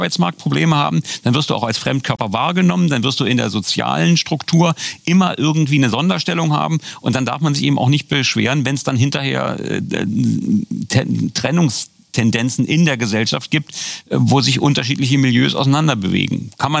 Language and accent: German; Berlin, Germany; Auch wir Berliner werden uns Mühe geben, das nicht nur in Mundart zu machen.